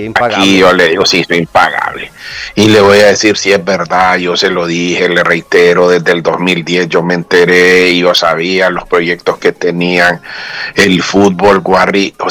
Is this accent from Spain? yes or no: no; Honduras; como los hondureños somos bien soplados